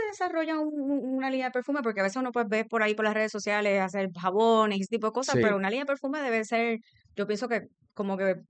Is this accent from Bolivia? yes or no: no; Aguadilla, Puerto Rico; Oh, de mi pueblo, una de las mejores playas de Puerto Rico.